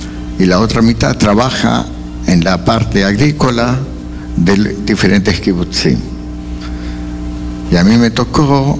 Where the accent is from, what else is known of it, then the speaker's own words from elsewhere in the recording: Argentina; now in Israel; Yo como argentino, en el medio.